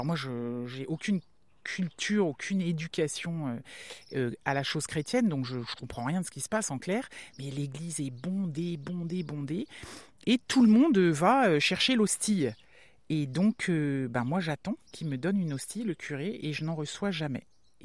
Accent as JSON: {"language": "French", "town": "Saint-Coulitz", "region": "Brittany", "country": "France", "also_born_or_lived": "Brest", "said": "En vrai, je viens de Saint-Coulis. Oui, mais t'es né où ? Brest."}